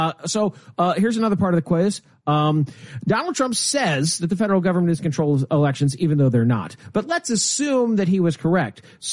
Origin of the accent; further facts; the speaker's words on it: Nebraska, United States; One more good sign from my home state of Nebraska.